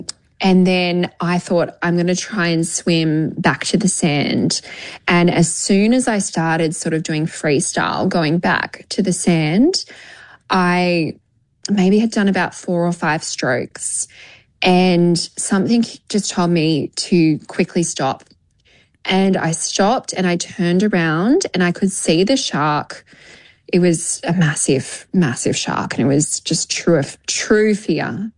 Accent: Australia; also born or lived in New Zealand; So I'm Australian and Kiwi. And I have been brought up in Australia, but I am still a very proud Kiwi. My family are from Hawke's Bay.

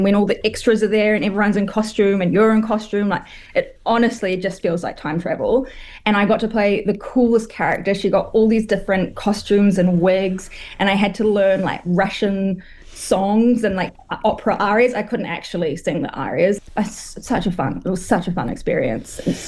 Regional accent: New Zealand; also born or lived in China; growing up in New Zealand definitely like influenced me in a way that I do just feel like I'm predominantly like a Kiwi chick. But in saying that, I still have a massive influence from the China side, and being in China

